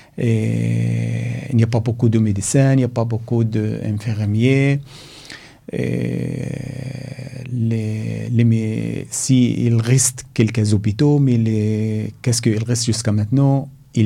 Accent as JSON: {"language": "French", "town": "Gaza", "region": "Gaza Strip", "country": "Palestine", "moved": "yes", "lives_now": "Belgium", "said": "je suis palestinienne de Gaza. Je suis venu ici depuis... Je suis arrivé en Belgique depuis presque 12 ans et demi. Et moi, je suis seul en Belgique et ma famille, jusqu'à maintenant, elles sont à Gaza."}